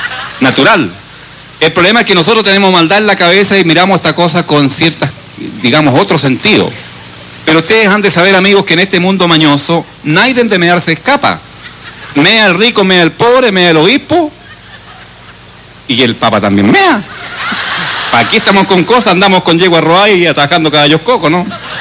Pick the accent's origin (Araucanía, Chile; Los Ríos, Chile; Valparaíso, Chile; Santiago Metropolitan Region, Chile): Araucanía, Chile; Temuco; Pero las mujeres de mi tierra, no de las de aquí, las de Quinola, de allá de Temuco.